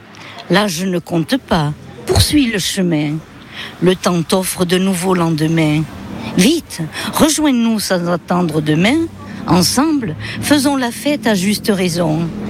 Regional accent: Occitanie, France; accent: southwestern French; Et oui, un peu du sud-ouest.

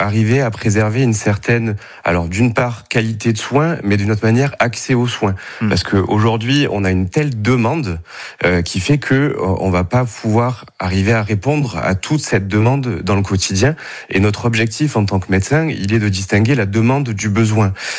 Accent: Martigues, Provence-Alpes-Côte d'Azur, France; born there; Je suis né à Martigues, je travaille sur Martigues

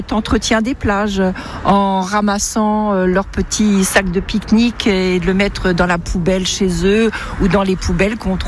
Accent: Saint-Malo, Brittany, France; now in Le Vivier-sur-Mer, France; je suis originaire de Saint-Malo, et plus précisément Saint-Servan. J'habite sur la petite commune du Vivier-sur-Mer. C'est une jolie petite bourgade où vous pouvez trouver des bonnes huîtres et des bonnes moules à déguster.

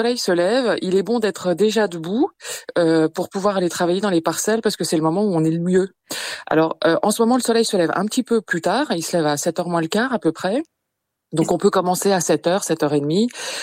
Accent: Le Creusot, Bourgogne-Franche-Comté, France; now in Loché, France; j'ai retrouvé ma Bourgogne natale. Moi, j'étais du Creusot, donc ça c'est la Bourgogne industrielle et je suis allée dans la Bourgogne viticole.

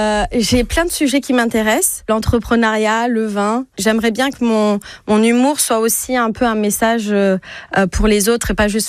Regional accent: Toulouse, Occitanie, France; also born or lived in Charente-Maritime; now in Bordeaux, France; j'ai 38 ans. J'ai grandi à Toulouse, mais ça fait 12 ans que je suis bordelaise et ma famille vient de Charente-Maritime, donc c'est la Nouvelle-Aquitaine.

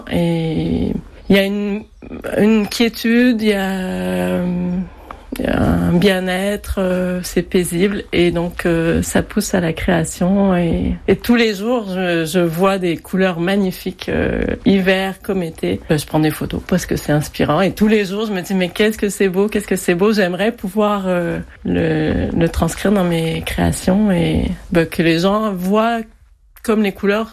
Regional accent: Montreal, Quebec, Canada; moved away as an adult; now in Corsica, France; J'ai vécu toute mon enfance à Montréal et j'ai eu envie de découvrir autre chose, de partir à l'aventure. Donc en France, et la vie m'a amenée en Corse. Et donc maintenant ça fait 13 ans.

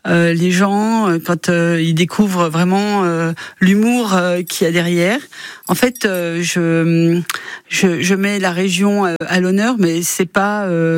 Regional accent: Dijon, Bourgogne-Franche-Comté, France; also born or lived in Lorraine; je suis née en Lorraine. Toute la famille de mes parents était lorrain et je suis arrivée en Bourgogne, donc j'avais un an. Donc voilà, ça fait un petit peu plus de 60 ans que je suis arrivée sur la région dijonnaise et je m'y suis bien faite.

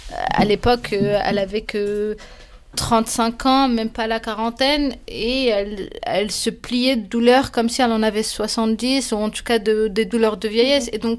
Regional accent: Oujda, Oriental, Morocco; born there; moved away; Je suis née au Maroc, dans une ville frontalière de l'Algérie qui s'appelle Oujda. J'ai grandi auprès de ma maman et on vivait dans la maison familiale avec 14 membres.

